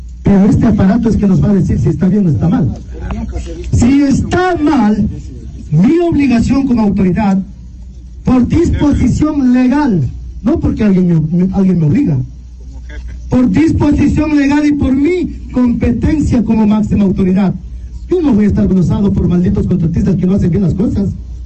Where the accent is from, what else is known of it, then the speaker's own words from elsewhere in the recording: Taisha, Morona Santiago, Ecuador; Primero porque yo soy de Taisha. Yo soy hijo de Taisha.